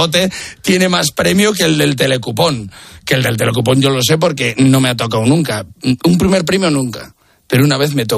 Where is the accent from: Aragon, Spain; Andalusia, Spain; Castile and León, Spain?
Castile and León, Spain; Valladolid; porque yo soy de Valladolid